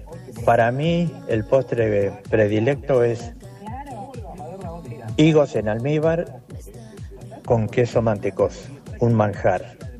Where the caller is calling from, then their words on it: Chascomús, Buenos Aires Province, Argentina; de Chascomús.